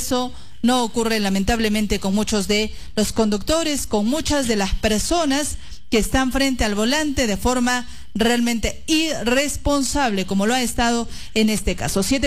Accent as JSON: {"language": "Spanish", "country": "Peru"}